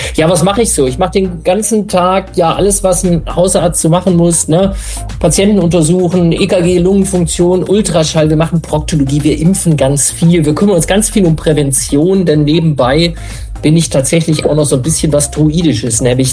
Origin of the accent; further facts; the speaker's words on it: Mülheim an der Ruhr, North Rhine-Westphalia, Germany; born there; now in Berlin, Germany; Ich komme aus Mülheim an der Ruhr, da bin ich tatsächlich mal geboren. Da komme ich her, aber da bin ich natürlich schon lange nicht mehr. Sondern ich bin tatsächlich, wie ihr schon gesagt habt, ich bin in Berlin